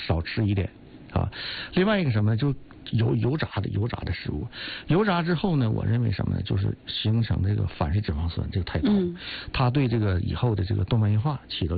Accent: Northeast China, China; 尤其我们东北人

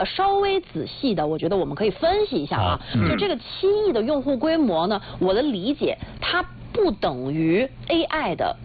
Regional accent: China; 我想跟大家回忆几个我们中国人非常熟悉的新东西，

